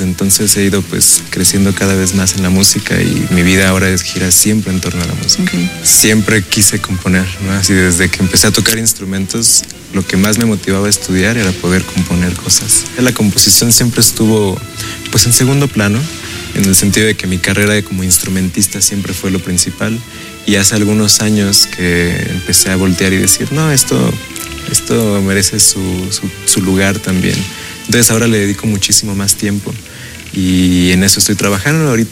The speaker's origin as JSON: {"language": "Spanish", "town": "Toluca", "region": "State of Mexico", "country": "Mexico", "tie": "born or raised there", "said": "soy originario, pues, en realidad de la Ciudad de México, pero crecí aquí en Toluca, entonces toluqueño."}